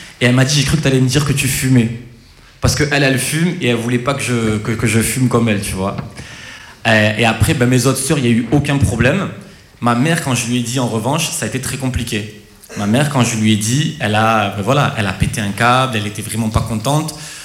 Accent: France; born there; Donc moi je suis d'origine tunisienne, hein, je suis né en France. Alors je suis français, mais mes parents ils sont originaires de Tunisie.

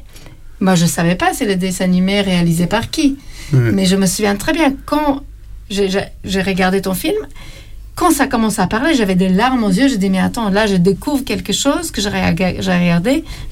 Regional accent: Beirut, Beirut Governorate, Lebanon; Donc, le fait que j'ai grandi à Beyrouth, j'ai grandi avec beaucoup de liberté.

